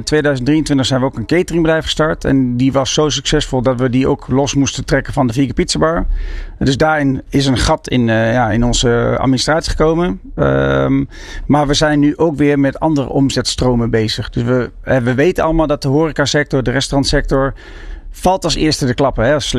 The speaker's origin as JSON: {"language": "Dutch", "town": "The Hague", "region": "South Holland", "country": "Netherlands", "said": "Ik kom zelf uit Den Haag."}